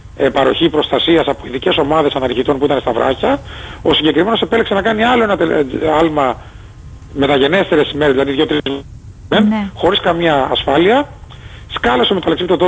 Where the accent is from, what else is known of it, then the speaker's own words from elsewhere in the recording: Zakynthos, Ionian Islands, Greece; εγώ σαν Ζακυνθινός πολίτης